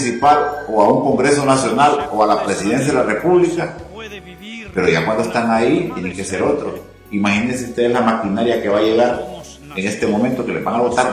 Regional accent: Honduras; Porque todos somos hondureños.

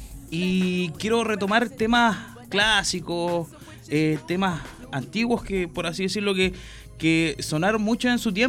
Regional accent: Lago Rapel, Las Cabras, Peumo, O'Higgins, Chile; born there; also born or lived in Santiago, Chile; nací en Santiago, me crié parte de mi infancia en Lago Arrapel, Las Cabras, Peumo.

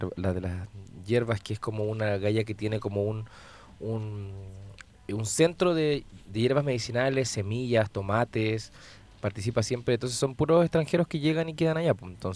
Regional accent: Elqui Valley, Coquimbo, Chile; born there; moved away; Yo ya en el campo jugábamos, salía a montar bicicleta.

